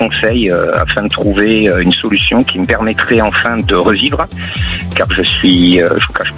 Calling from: Pau, Nouvelle-Aquitaine, France; je vous appelle de Pau.

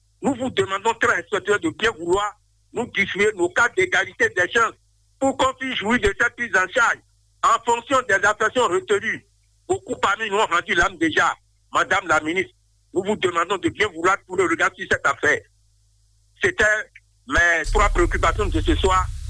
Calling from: Porto-Novo, Ouémé, Benin; je vous appelle depuis Djerébé.

